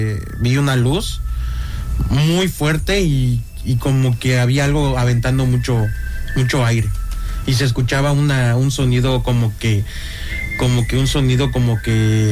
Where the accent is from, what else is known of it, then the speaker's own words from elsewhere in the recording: Chetumal, Quintana Roo, Mexico; Yo soy de Chetumal.